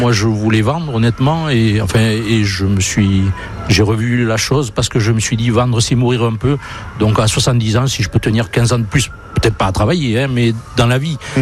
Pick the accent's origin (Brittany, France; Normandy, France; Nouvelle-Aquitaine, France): Nouvelle-Aquitaine, France; Tourtoirac; born there; je suis né à Tortoirac le 15 juillet 55.